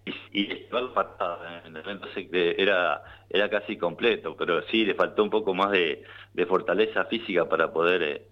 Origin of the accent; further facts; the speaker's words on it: Coronda, Santa Fe, Argentina; ya hace muchos años que estoy acá, ellos saben que yo soy de Coronda, a cual amo, está hermosa la ciudad